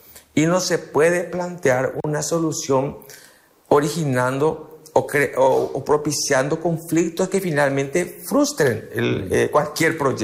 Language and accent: Spanish; Asunción, Paraguay; Yo soy de Loma Putá. Nosotros estamos en el límite de Asunción con Roque Alonso. Somos la puerta de entrada a Asunción.